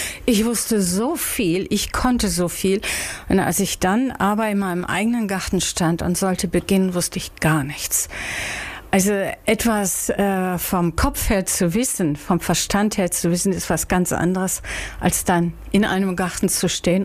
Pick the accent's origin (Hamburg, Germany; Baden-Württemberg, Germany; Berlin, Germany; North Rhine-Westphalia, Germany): North Rhine-Westphalia, Germany; Wuppertal; Ich habe meine Kindheit am Rande von Wuppertal bei Düsseldorf verbracht